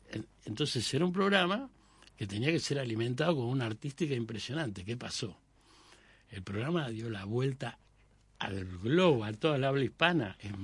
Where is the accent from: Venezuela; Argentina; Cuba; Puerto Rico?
Argentina; Buenos Aires; Yo soy de, nací en Villa Crespo, me crié toda la vida en Villa Crespo